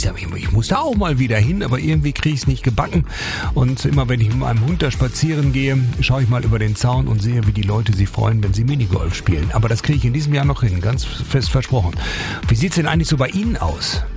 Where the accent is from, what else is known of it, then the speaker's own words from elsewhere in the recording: Castrop-Rauxel, North Rhine-Westphalia, Germany; Ich gehe, wenn ich in meiner Heimat bin, fast jeden Tag am BGSV Castrop vorbei an der Anlage.